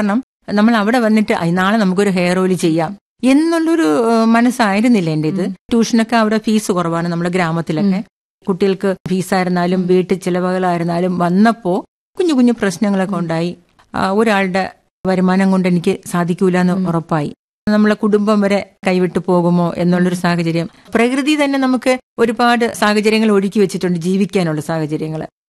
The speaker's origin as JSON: {"language": "Malayalam", "town": "Poojappura", "region": "Kerala", "country": "India", "tie": "born or raised there"}